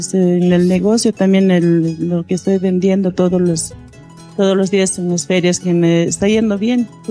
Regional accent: Sucre, Chuquisaca, Bolivia; Yo soy de Sucre.

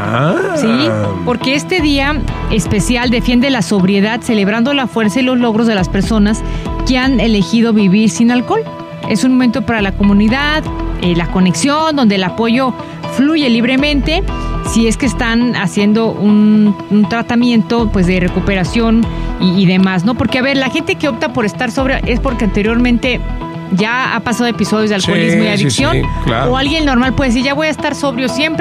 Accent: Mexico; now in United States; Pues sí, pero nosotros somos mexicanos, vamos a estar dale y dale, duro y dale con el 15.

